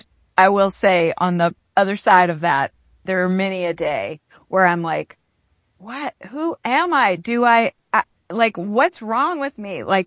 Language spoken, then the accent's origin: English; Baton Rouge, Louisiana, United States; moved away as an adult; also born or lived in Los Angeles; I grew up in Baton Rouge, but my family is from New Orleans.